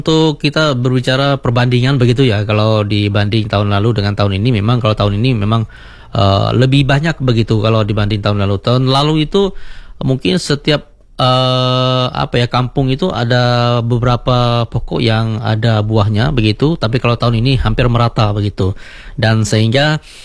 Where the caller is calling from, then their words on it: Simpang, West Kalimantan, Indonesia; di Simpang tempat saya itu juga itu ramai begitu sampai hari ini.